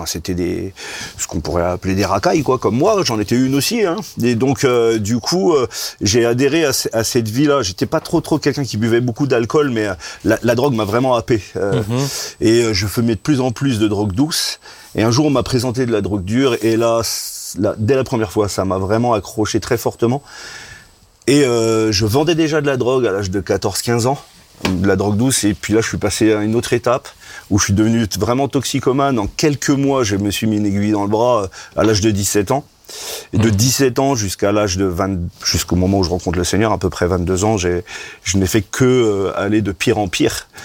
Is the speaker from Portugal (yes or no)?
yes; Portugal; mes parents étaient immigrés, hein, nous sommes portugais, voilà, nul n'est parfait.